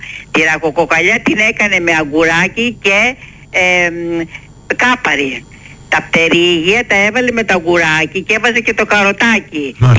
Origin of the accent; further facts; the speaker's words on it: Plaka, Attica, Greece; Είμαι η κυρία από την Πλάκα.